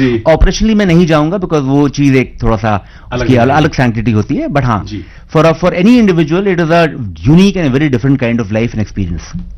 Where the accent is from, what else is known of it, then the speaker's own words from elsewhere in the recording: Lucknow, Uttar Pradesh, India; मैं मूलतः लखनऊ का रहने वाला हूं and I come from academically oriented family